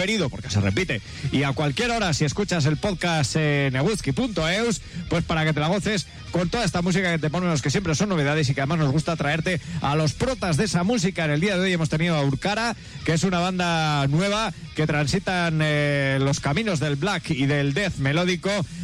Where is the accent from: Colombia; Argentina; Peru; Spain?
Spain; Lerín, Navarre; soy de Lerín, y aquí nos mola la música cañera